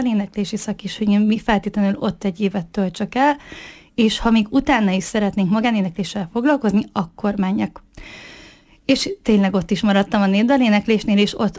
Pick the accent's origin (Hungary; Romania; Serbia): Hungary; Egyházasgerge, Nógrád; Egy nógrádi kis faluból származom, Karancsvölgyében helyezkedik el Egyházasgerge